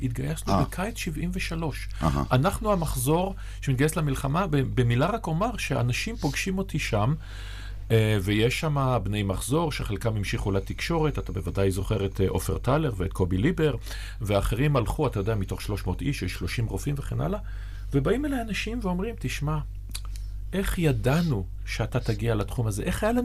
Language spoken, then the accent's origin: Hebrew; Haifa, Haifa District, Israel; ואני גדלתי בחיפה, שזה אומנם הכרמל